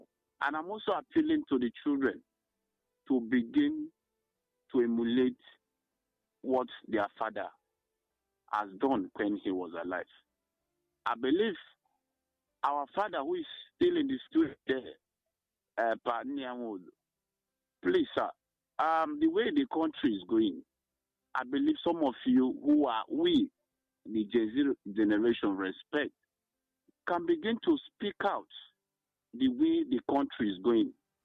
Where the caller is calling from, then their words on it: Nigeria; And I'm calling from Gbabinimbo. Gbabinimbo is in Uzowa, in the local government.